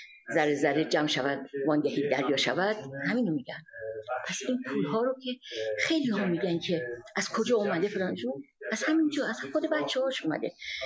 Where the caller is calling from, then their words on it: Canada; also born or lived in Iran; از کانادا اومدم.